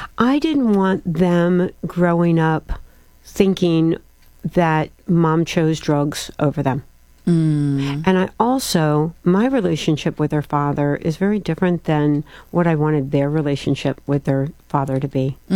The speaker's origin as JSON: {"language": "English", "region": "Indiana", "country": "United States", "tie": "born or raised there", "said": "And we grew up in Indiana."}